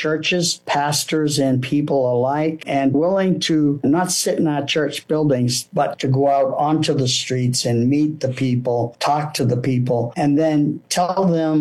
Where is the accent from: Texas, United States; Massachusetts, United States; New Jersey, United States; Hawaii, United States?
Massachusetts, United States; Essex; I grew up in Essex here on the North Shore of Boston, and I've served several Methodist churches here all on the North Shore of Boston.